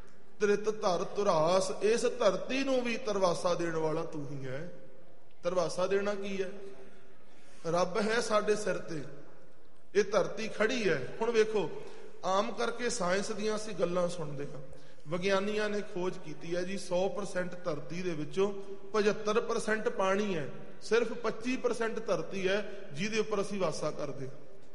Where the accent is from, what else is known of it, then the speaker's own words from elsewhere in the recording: Punjab, India; moved away; ਜਿਵੇਂ ਅਸੀਂ ਜੰਮੇ ਪਲੇ ਪੰਜਾਬ ਦੇ ਹਾਂ, ਜਦੋਂ ਅਸੀਂ ਬਾਹਰ ਆਉਂਦੇ ਹਾਂ ਅਸੀਂ ਕਹਿੰਦੇ ਹਾਂ ਇਹ ਕੈਨੇਡਾ ਵਿਦੇਸ਼ ਗਿਆ ਹੋਇਆ